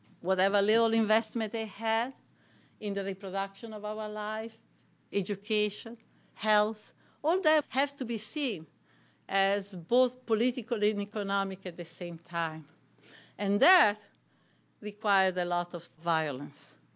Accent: Italy; moved away as an adult; In my own country, I come from Italy originally. And I remember when I was a child or a young woman in the 50s

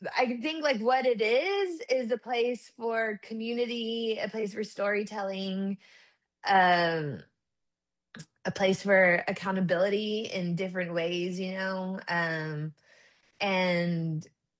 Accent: San Antonio, Texas, United States; now in Austin, United States; but I grew up in San Antonio

